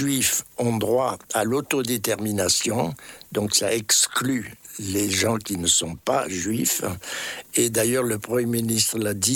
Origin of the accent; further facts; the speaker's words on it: France; Moi, en tant que Français